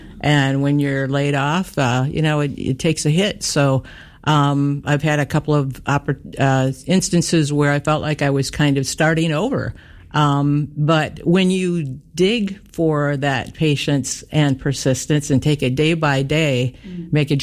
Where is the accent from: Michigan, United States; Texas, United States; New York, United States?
Michigan, United States; Hudsonville; Hudsonville, yeah. My hometown